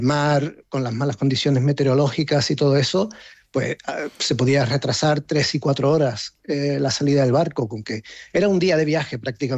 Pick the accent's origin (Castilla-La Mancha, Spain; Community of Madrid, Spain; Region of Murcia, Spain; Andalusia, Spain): Andalusia, Spain; La Línea de la Concepción; also born or lived in Gibraltar; mi padre, como bien has apuntado, es de Gibraltar, yo nací en Gibraltar también, pero mi madre de la línea. Entonces, claro, mi padre trabajaba aquí en Gibraltar y, o sea, aunque nosotros vivíamos en la línea